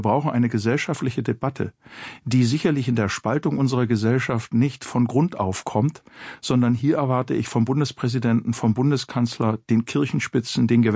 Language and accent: German; Germany; wir auch als Deutsche